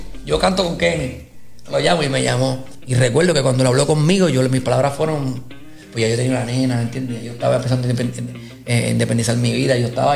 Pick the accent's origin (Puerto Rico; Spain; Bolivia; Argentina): Puerto Rico; Gurabo; Yo me crié en Gurabo, en la calle 3 de la urbanización O'Reilly